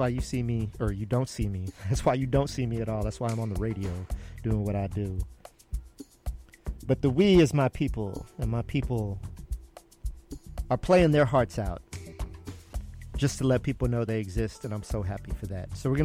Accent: Texas, United States; also born or lived in Aruba; I was raised in Texas. I'm a very Americanized individual.

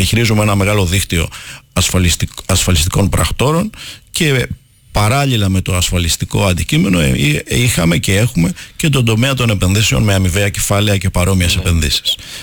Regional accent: Aigio, Western Greece, Greece; moved away as an adult; now in Athens, Greece; Εγώ γεννήθηκα στο Αιγαίο, στο Σελινούντα του Αιγαίου, τη δεκαετία του 60, σε αρχές της δεκαετίας, και τελειώνοντας το σχολείο έφυγα, το λύκειο, έφυγα αναζητώντας κάτι καλύτερο. Ευτυχώς έφτασα μέχρι την Αθήνα, γιατί οι αρχικές μου σκέψεις ήταν μπορεί να έφτανα μέχρι την Αμερική.

